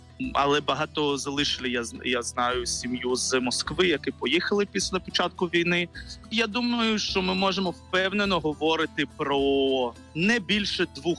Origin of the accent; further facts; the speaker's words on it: Crimea, Ukraine; ми з Криму, наші батьки з України, з Криму, не просто з України